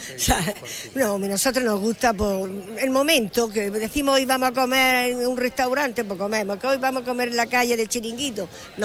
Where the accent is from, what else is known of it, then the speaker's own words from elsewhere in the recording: Almería, Andalusia, Spain; Hombre, claro, yo soy criada y nacida en Almería. La feria es aquí, se espera todo el año.